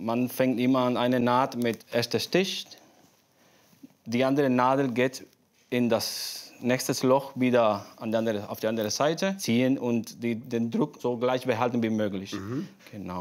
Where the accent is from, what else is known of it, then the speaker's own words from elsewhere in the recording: Cuba; moved away as an adult; now in Offenbach, Germany; Ich bin von Kuba direkt nach Frankfurt gekommen